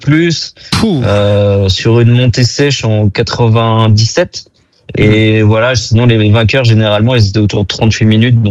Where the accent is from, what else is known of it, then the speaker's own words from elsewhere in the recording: France; C'est sûr qu'en tant que Français, on voudrait que Paul monte sur la 3e marche du podium